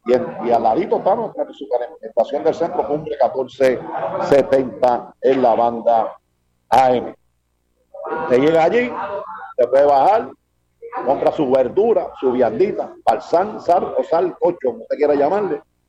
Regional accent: Barranquitas, Puerto Rico; yo estoy en Naranjito, pero este es mi pueblo de Barranquita.

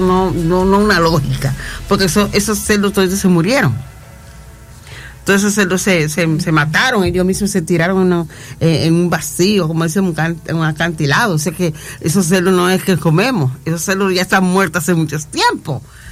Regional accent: La Romana, Dominican Republic; born there; also born or lived in a batey (sugar-cane settlement); Aunque casi no me crié totalmente en el Batey, porque yo vine desde los 11 años para acá, para la Romana.

